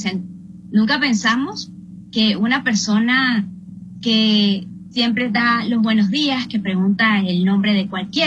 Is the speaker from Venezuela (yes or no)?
yes; Venezuela; yo siento que es algo que nos caracteriza mucho como venezolanos, ¿no?